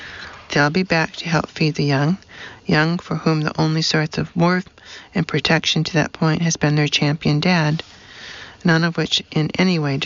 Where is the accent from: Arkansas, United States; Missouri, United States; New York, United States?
New York, United States; I'd asked Scott that we marry only in my home state of New York